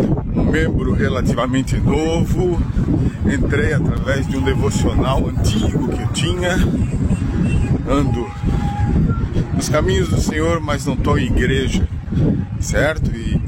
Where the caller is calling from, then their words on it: Balneário Barra do Sul, Santa Catarina, Brazil; Eu falo aqui de Balneário de Sarras, Santa Catarina